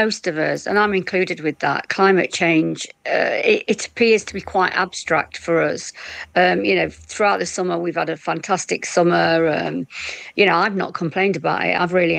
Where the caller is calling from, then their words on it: Bestwood Village, East Midlands, United Kingdom; I'm in Nottinghamshire. I'm in the village where I live, which is Bestwood Village, an ex-mining community.